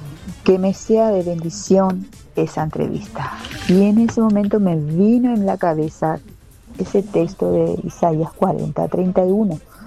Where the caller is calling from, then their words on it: Itauguá, Central, Paraguay; de Itagua.